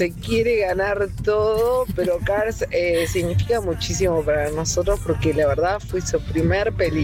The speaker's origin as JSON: {"language": "Spanish", "region": "Montevideo", "country": "Uruguay", "said": "soy de Montevideo y pasando un lindo sábado junto a la compañía de ustedes y de mi esposo Martín."}